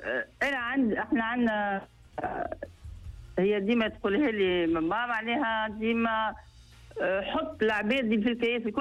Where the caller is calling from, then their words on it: Tunis, Tunis Governorate, Tunisia; اي من تونس. انا مش من سوسة.